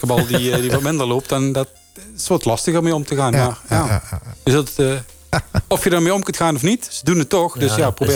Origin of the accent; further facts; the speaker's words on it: Netherlands